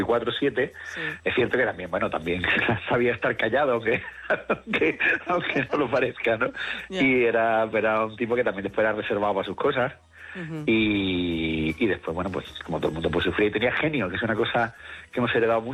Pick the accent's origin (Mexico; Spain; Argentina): Spain; Cádiz, Andalusia; No, yo además me crié en Cádiz, con lo cual...